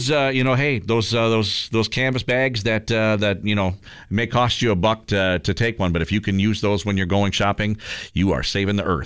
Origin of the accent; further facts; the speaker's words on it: Midwest, United States; we're all from the Midwest, so who doesn't have a bag of bags at their house right now?